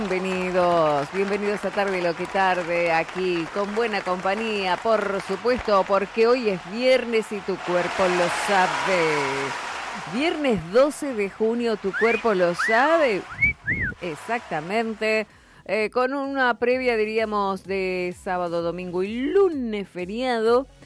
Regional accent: Argentina

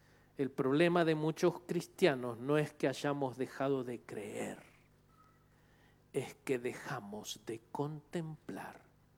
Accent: Quilmes, Buenos Aires Province, Argentina; born there; somos cuatro hermanos nosotros, nacimos todos en Quilmes

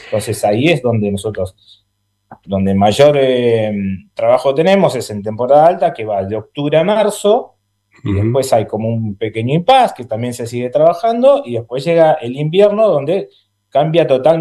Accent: Chaco, Argentina; now in Ushuaia, Argentina; yo soy chaqueño.

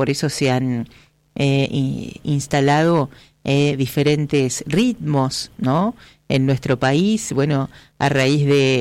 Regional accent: Argentina; accent: Argentine; en este caso nuestro acento argentino, a una celebración que abraza las músicas del mundo

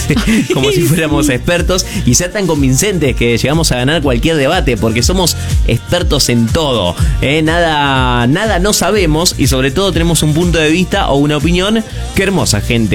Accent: Argentina; soy argentina.

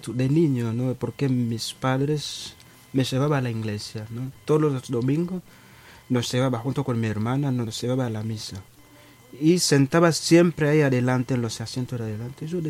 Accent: Tanzania; moved away as an adult; also born or lived in Kenya; salí de Tanzania, empecé mi formación en un país que se llama Kenia, ¿no?

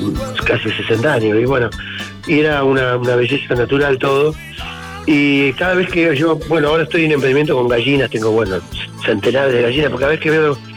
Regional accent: Florencio Varela, Buenos Aires Province, Argentina; born there; also born or lived in General Rodríguez; Yo viví en Florencio Varela desde los 10 años.

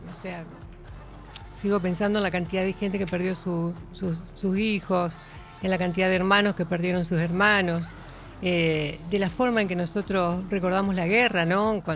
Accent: Argentina; solamente soy argentina

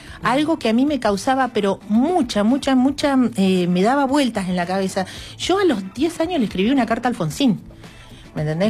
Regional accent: General Acha, La Pampa, Argentina; born there; moved away as an adult; yo cuando me vine de Hacha, con 18 años sabía que no iba a volver nunca más.

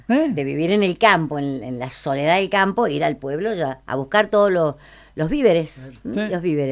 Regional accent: Juan Llerena, San Luis, Argentina; yo me crié en Juan Llerena.

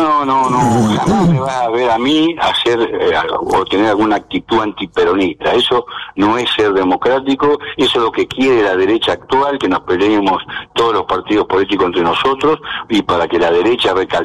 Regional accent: Entre Ríos, Argentina; Eso somos los entrerrianos y eso somos los radicales en Entre Ríos.

